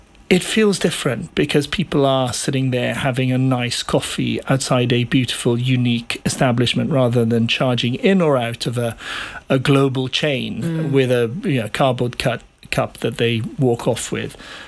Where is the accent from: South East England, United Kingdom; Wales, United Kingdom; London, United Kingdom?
Wales, United Kingdom; I can think of areas in my hometown in South Wales